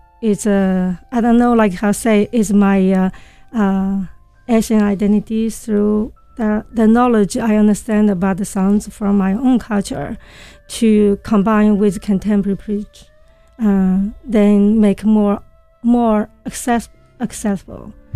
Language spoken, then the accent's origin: English; China; English is a second language; now in United States; I've been here over like a 2 decades. So as part of me already become like American. So even, I mean, another part of me is still like Chinese.